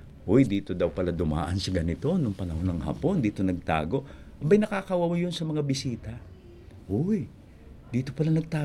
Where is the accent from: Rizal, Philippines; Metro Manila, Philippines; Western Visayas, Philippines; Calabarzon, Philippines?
Calabarzon, Philippines; Pagbilao; sa amin sa Pagbilao